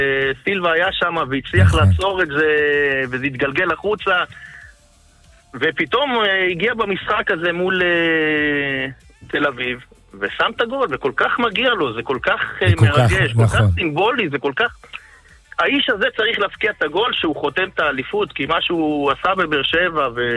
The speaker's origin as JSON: {"language": "Hebrew", "town": "Eilat", "region": "Southern District", "country": "Israel", "tie": "born or raised there", "moved": "yes", "lives_now": "Kfar Tavor, Israel", "said": "אחד שלא גדל בעיר, גדלתי באילת."}